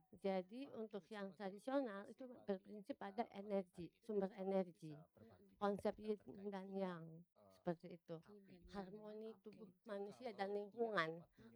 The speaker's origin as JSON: {"language": "Indonesian", "town": "Kupang", "region": "East Nusa Tenggara", "country": "Indonesia", "tie": "born or raised there", "said": "Dan kembali ke Kupang ya, saya anak daerah asli Kupang."}